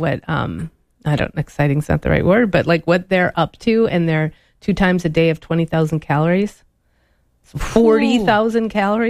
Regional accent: Minnesota, United States; It's part of being a Minnesotan.

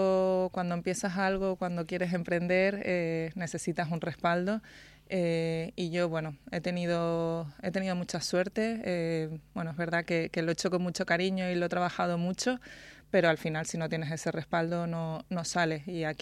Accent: Canary Islands, Spain; si encima lo puedo hacer en Canarias, en mi tierra

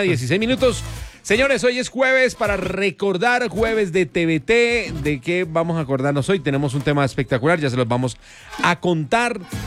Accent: Sogamoso, Boyacá, Colombia; born there; Yo no, que nací en Sogamoso

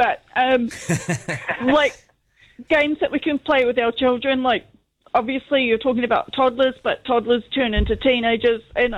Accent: Hamilton, Waikato, New Zealand; now in Auckland, New Zealand; I'm actually from Hamilton. I'm not from Auckland. But I do live here.

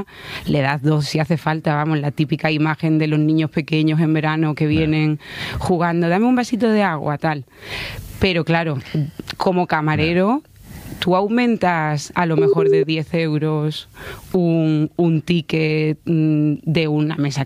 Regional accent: Seville, Andalusia, Spain; encima soy sevillana, he sido camarera en Sevilla

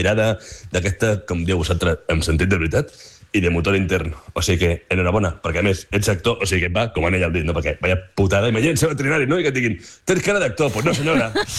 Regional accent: Capellades, Catalonia, Spain; vale? Soc de Capellades

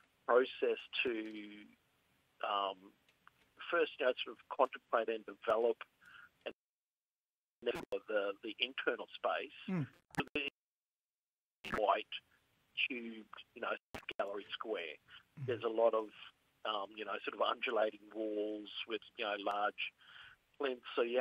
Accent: Queensland, Australia; also born or lived in Moa Island; Well, I grew up on First Island, family from Moa Island, up in Torres Straits.

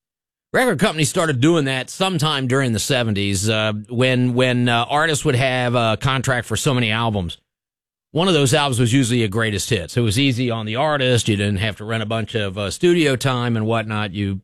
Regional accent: Cincinnati, Ohio, United States; In NFL football, you know I'm from Cincinnati, so I'm partial to the Cincinnati teams, and so the Bengals.

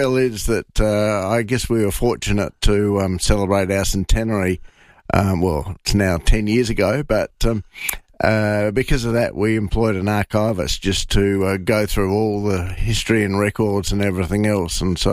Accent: Yorkshire and the Humber, United Kingdom; We are English, yes, yeah, from basically sort of around Yorkshire way.

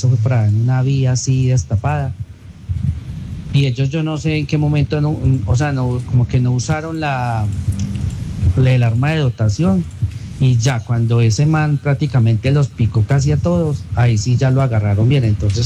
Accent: Pereira, Risaralda, Colombia; de Pereira, les estoy viendo por TikTok también.

